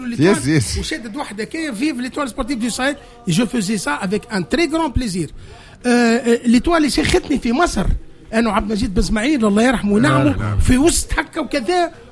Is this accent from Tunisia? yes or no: yes; Tunisia; انا النجم الرياضي الساحلي كتونسي كانسان عاشق للرياضه لكره القدم التونسيه،